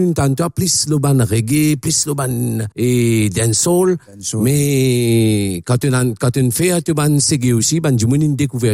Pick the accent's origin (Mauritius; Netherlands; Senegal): Mauritius; en tant que Mauricien, si nous peut faire un album 100% reggae